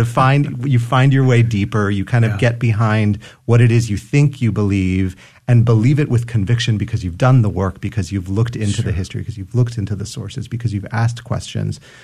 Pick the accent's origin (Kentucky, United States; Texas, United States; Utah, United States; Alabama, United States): Texas, United States; San Antonio; born or raised there